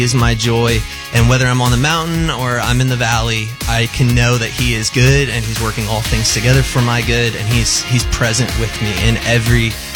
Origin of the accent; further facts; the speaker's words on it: Texas, United States; I come from Texas, and everything's just burnt all the time because it's so hot.